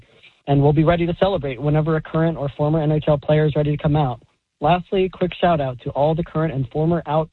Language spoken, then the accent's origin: English; Massachusetts, United States; I grew up playing hockey in Massachusetts.